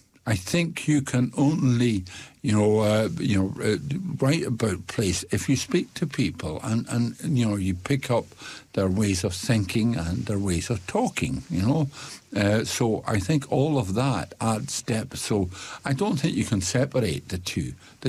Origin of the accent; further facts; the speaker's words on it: Isle of Lewis, Scotland, United Kingdom; which again is a place name that I'm known from Lewis, the Isle of Lewis. There's a Broad Bay in the Isle of Lewis too, that I used to see quite often when I was younger.